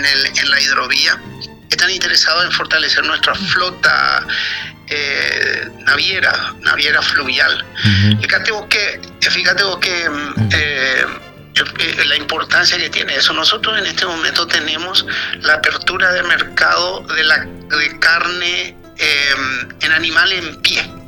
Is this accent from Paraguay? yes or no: yes; Paraguay; nosotros como paraguayos